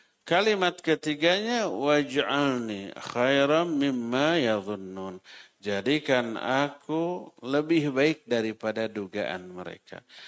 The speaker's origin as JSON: {"language": "Indonesian", "region": "Sunda", "country": "Indonesia"}